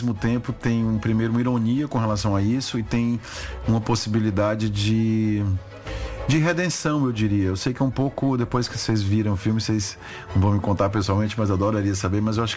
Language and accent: Portuguese; Brazil